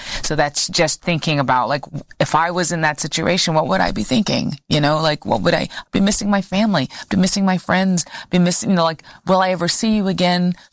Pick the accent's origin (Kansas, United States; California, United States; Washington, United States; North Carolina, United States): North Carolina, United States; I'm from North Carolina. I was born and raised there.